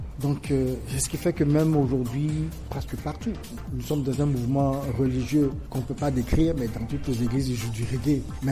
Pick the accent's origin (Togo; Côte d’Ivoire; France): Togo